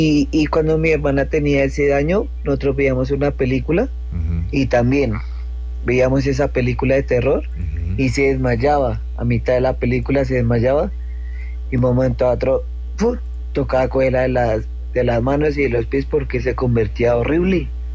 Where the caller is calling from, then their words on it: Soacha, Cundinamarca, Colombia; tenía 18 años. Imagínate que nosotros nos fuimos a, yo soy de Soacha, Bogotá, y nos fuimos a vivir en el Rincón del Lago, por la ciudad de la Sucre, igual en Soacha